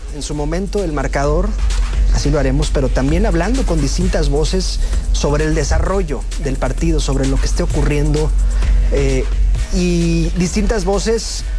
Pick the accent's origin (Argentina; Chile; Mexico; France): Mexico; Culiacán, Sinaloa; en mi Culiacán, donde está preparada una... En mi ciudad natal, Culiacán.